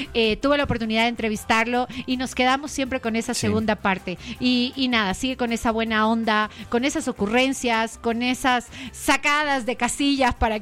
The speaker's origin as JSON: {"language": "Spanish", "country": "Ecuador"}